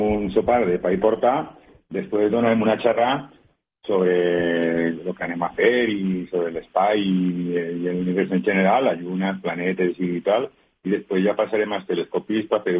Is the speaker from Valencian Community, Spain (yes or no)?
yes; Onda, Valencian Community, Spain; hem seguit molt de prop lo de l'incendi, jo soc de Onda i també ho he sentit en primera persona